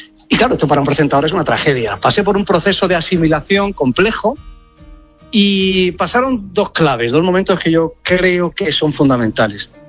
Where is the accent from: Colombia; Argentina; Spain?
Spain; Granada, Andalusia; tuve el honor de echar una mano a su majestad el rey Melchor, la cabalgata de mi tierra en Granada